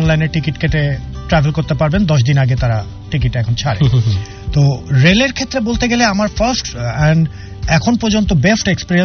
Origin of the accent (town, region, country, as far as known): Bangladesh